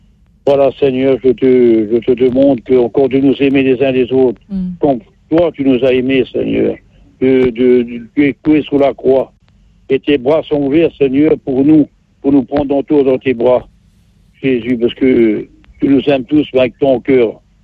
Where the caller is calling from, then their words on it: Bourgogne-Franche-Comté, France; je suis en Haute-Saône